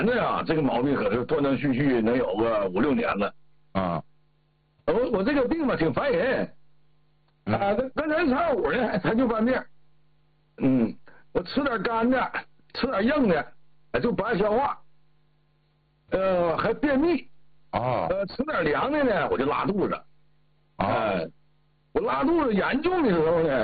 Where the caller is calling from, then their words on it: Shenyang, Liaoning, China; 我是沈阳的